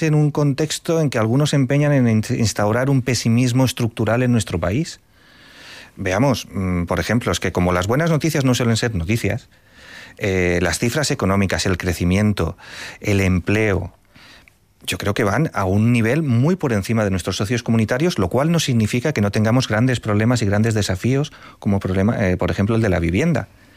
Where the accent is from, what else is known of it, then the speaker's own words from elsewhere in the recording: Valencia, Valencian Community, Spain; yo soy de Valencia.